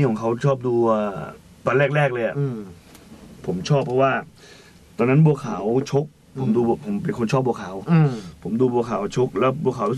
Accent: Saraburi, Thailand; ผมสระบุรีครับผม

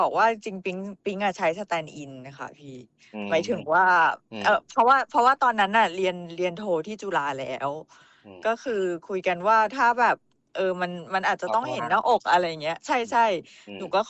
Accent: Thailand; ลพบุรีค่ะ

